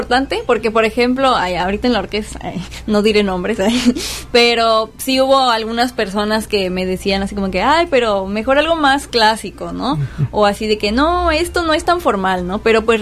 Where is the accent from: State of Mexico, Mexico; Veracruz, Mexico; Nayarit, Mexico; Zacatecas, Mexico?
Veracruz, Mexico; porque justo pues yo vengo de Veracruz y pues sentir que también estoy tocando pues mis raíces de allá